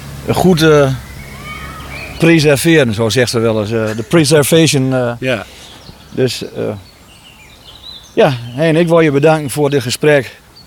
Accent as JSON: {"language": "Dutch", "region": "Drenthe", "country": "Netherlands", "said": "Want ik als Drent vind dat natuurlijk hartstikke mooi."}